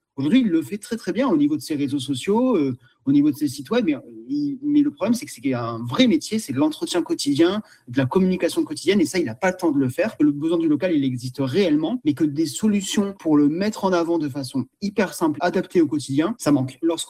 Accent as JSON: {"language": "French", "region": "Provence-Alpes-Côte d'Azur", "country": "France", "said": "Nous, on est originaire des Hautes-Alpes et c'est vrai qu'on a toujours été habitués à bien manger, à bien consommer."}